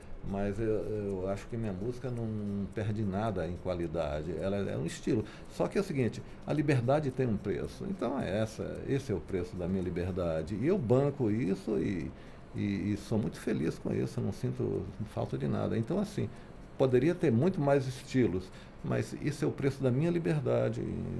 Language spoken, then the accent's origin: Portuguese; Brazil; o fato de ser brasileiro, mas trazer um pouco essa herança da Europa